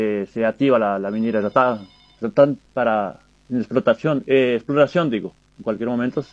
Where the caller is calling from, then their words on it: Minas de Corrales, Rivera, Uruguay; De Mina de Corrales.